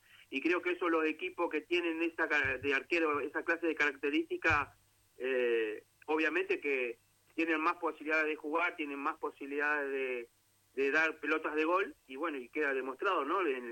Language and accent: Spanish; Argentina